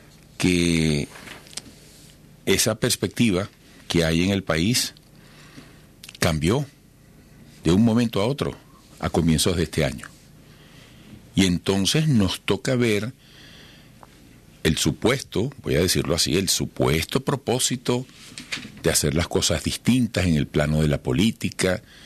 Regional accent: Venezuela; seguimos como venezolanos

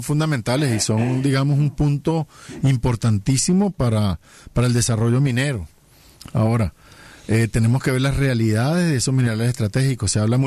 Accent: Venezuela; Como venezolanos debemos estar avergonzados de lo que allí ocurrió

